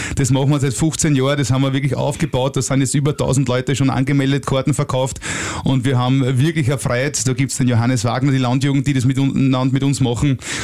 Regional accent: Lower Austria, Austria; Ja, also das macht natürlich schon viel Freude, wir als Niederösterreicher, wenn uns die großen Städte des Landes rufen.

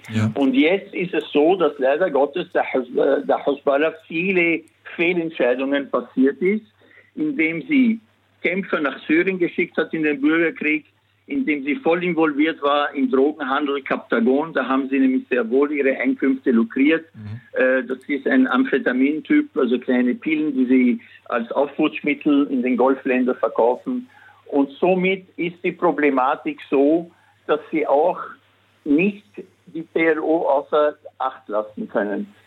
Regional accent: Lebanon; Ich bin selbst im Libanon geboren, bin dort aufgewachsen. Als nicht praktizierender Muslim bin ich in eine evangelische Schule gegangen.

